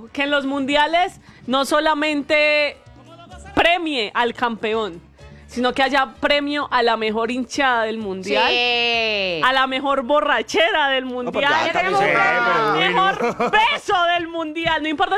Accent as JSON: {"language": "Spanish", "region": "Antioquia", "country": "Colombia", "said": "soy paisa y todo lo que quiera"}